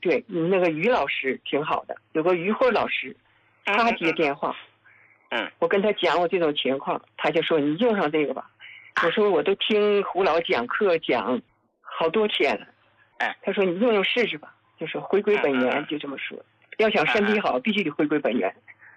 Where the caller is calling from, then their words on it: Jilin, China; 我是吉林的那个听众。我今年69岁，